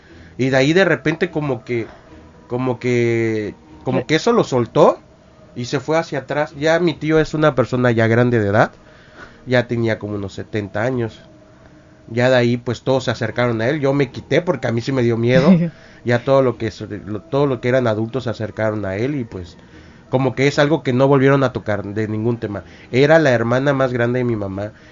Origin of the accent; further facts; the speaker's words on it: Chetumal, Quintana Roo, Mexico; Bueno, yo soy aquí de Quintana Roo, de Chetumal, para ser exactos. Y pues mi mamá es de Nicolás Bravo.